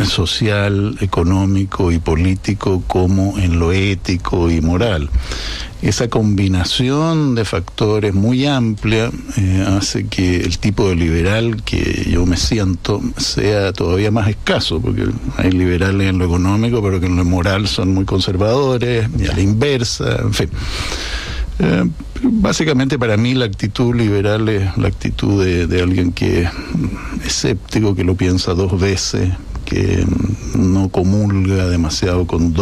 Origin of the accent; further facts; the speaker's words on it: Chile; me duelen más los chilenos, y ahí me doy cuenta, entre otras razones, de que sigo siendo más chileno, a pesar de que soy español también.